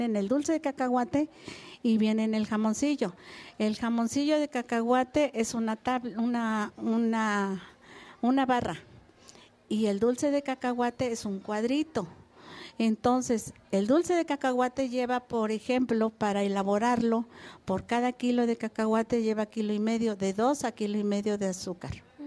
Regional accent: Veracruz, Mexico; Porque si digo que Veracruz es mi orgullo, pues porque soy de Veracruz.

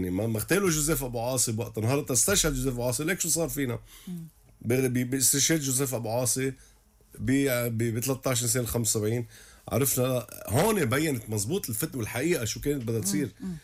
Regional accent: Ain el-Remmaneh, Mount Lebanon, Lebanon; خلقت وربيت تحت، أنا ابن العبدية، نحن ضيعتنا العبدية اسمها، خلقت وربيت بعين الرمانة ومزلت لهلا، ولادي ربيوا خلقوا تحت وبضلوا تحت معي.

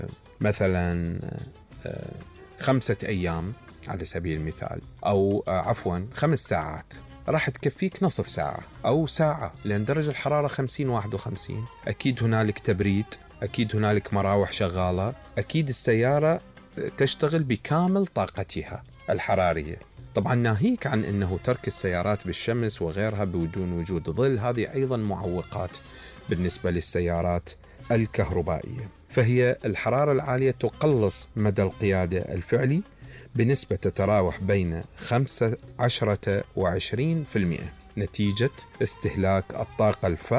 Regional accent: Iraq; صارت مشكلات عندنا في العراق.

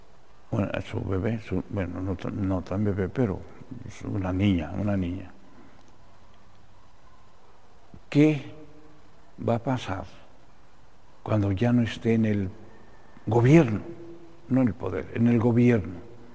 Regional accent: Mexico

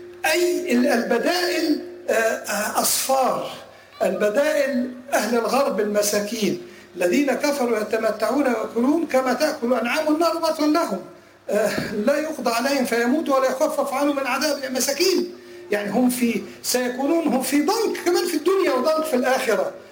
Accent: Egypt; انا تربيت في مصر، وكنت وانا صغير في مدرسه فرنسيه كاثوليكيه، لم يكن يسمح لنا بالكلام بالعربيه.

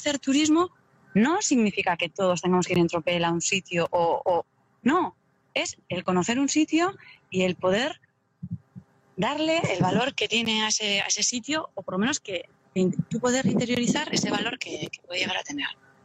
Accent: Deba, Basque Country, Spain; yo porque soy de Deva, yo la primera vez que fui a la iglesia de Deva en visita guiada

